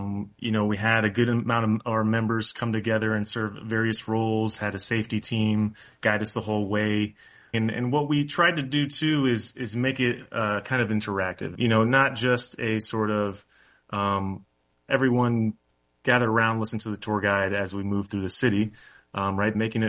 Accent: Tampa, Florida, United States; I grew up here actually in Tampa.

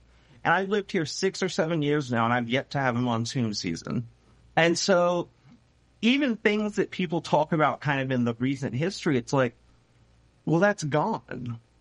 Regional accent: South Carolina, United States; I'm from South Carolina. Growing up, other than Fugo, I can count on my hands the number of times Charleston probably flooded.

